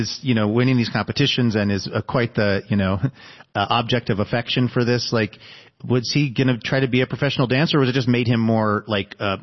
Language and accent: English; Seattle, Washington, United States; I'm from Seattle, this Seattle legend named Ruby Chow.